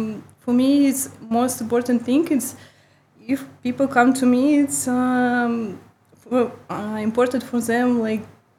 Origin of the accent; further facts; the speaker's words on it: Moscow, Russia; English is a second language; moved away; also born or lived in St. Petersburg, Russia / Maldives; I was born in St. Petersburg and my whole life was in Moscow.